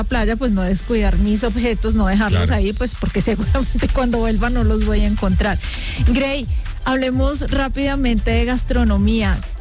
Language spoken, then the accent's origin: Spanish; Colombia; Sí, como colombianos creo que sabemos cuidarnos.